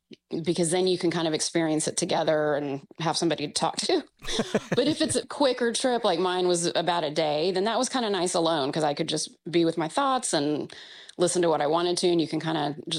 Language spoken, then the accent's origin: English; Houston, Texas, United States; born there; also born or lived in Fort Worth, Texas; I did, from birth until third grade when we moved to Houston. But yeah, Fort Worth, I always consider my hometown.